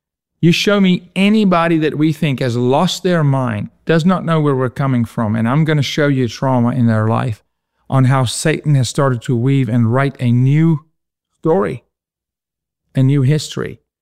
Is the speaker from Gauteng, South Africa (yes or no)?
yes; Johannesburg, Gauteng, South Africa; I'm from the what's called the East Rand. So think of the Bronx, because I'm from Johannesburg.